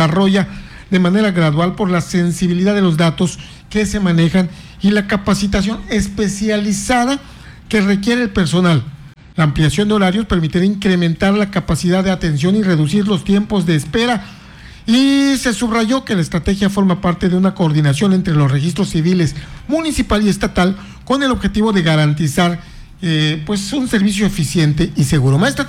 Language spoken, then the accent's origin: Spanish; Mexico; ¿Sabe cómo lo somos los mexicanos en general, no?